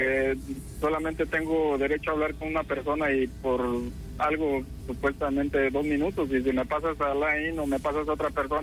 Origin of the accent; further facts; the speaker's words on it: Mexico; Pero si yo le estoy diciendo que soy mexicano, entienda.